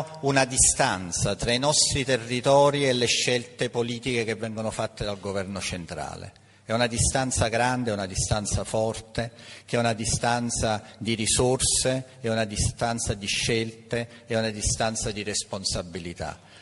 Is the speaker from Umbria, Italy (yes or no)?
no; Naples, Campania, Italy; Io da napoletano sono scaramantico